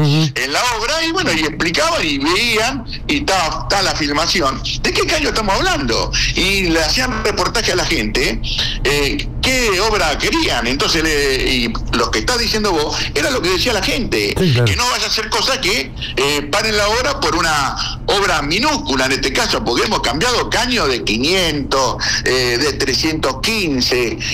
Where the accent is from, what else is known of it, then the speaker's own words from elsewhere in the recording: Ensenada, Buenos Aires Province, Argentina; born there; yo soy nacido en Cambaceres